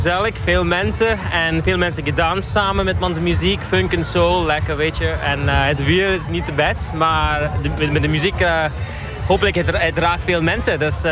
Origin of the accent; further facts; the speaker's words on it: India; Dutch is a second language; also born or lived in Los Angeles, United States; now in Maastricht, Netherlands; ik ben geboren en opgegroeid in India. En ik heb een Portugees vader en een Persisch moeder. En ik heb 5 jaar ook in VS gewoond in Los Angeles en nu 10 jaar hier in Nederland. In Maastricht. En ja, ik voel Nederlands thuis, zeg maar.